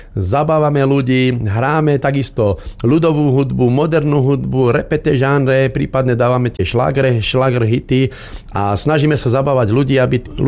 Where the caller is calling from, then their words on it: Kotešová, Žilina Region, Slovakia; Pochádzam z obce Kotišová, som umelecký rezbár a takisto heligonkár